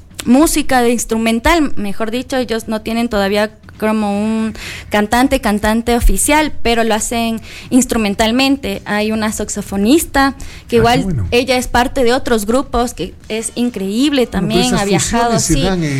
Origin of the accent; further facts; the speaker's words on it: Quito, Pichincha, Ecuador; soy comunicadora, vengo de Quito, también tengo raíces en Riobamba.